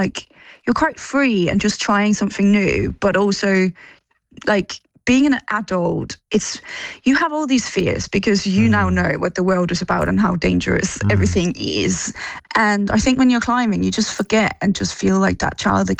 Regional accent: Denmark; now in London, United Kingdom; I grew up in Denmark on a beach

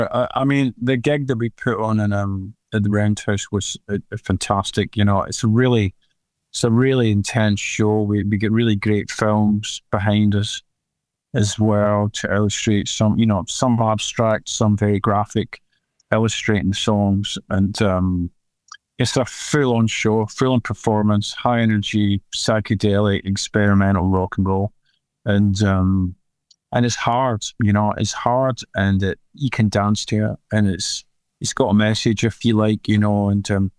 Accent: Ireland; You knew what it meant, you know, being an Irishman, you know?

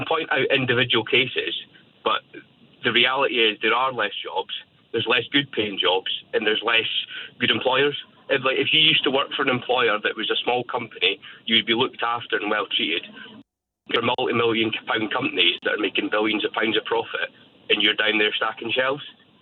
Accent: St Andrews, Scotland, United Kingdom; I grew up in St Andrews, which is obviously a university town. There's a lot of money in there.

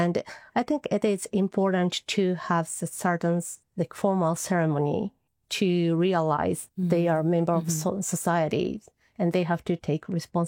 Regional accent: Japan; English is a second language; So I'm very proud of my own country. So I grew up here. I took an exchange program when I was in high school and stayed in Canada for 1 year.

